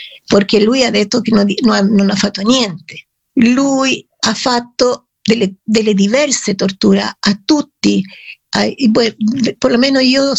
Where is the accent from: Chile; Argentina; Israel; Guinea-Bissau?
Chile; Italian is a second language; moved away as an adult; also born or lived in Italy